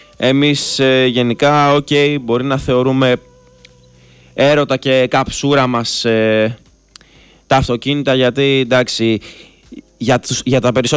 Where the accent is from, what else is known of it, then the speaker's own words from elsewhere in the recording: Galaxidi, Central Greece, Greece; also born or lived in Itea; η Ιταία, το χωριό μου, εντάξει, από το Γαλαξίδι κατάγομαι, αλλά το Γαλαξίδι είναι κάτω από την Ιταία